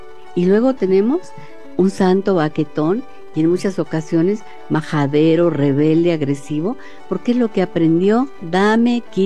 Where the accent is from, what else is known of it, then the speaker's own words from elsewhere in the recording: Mexico; debemos aterrizar como mexicanos